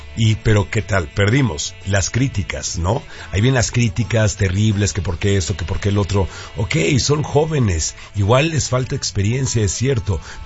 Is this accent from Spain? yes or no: no; Mexico; para nosotros como mexicanos